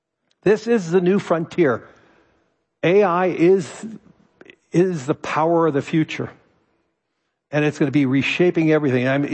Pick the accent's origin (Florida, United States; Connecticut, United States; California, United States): California, United States; Los Angeles; now in New York, United States; I was born and raised in Los Angeles. New York's my adopted home. I love it there.